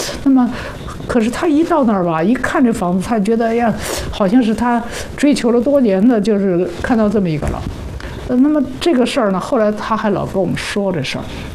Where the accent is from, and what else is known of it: China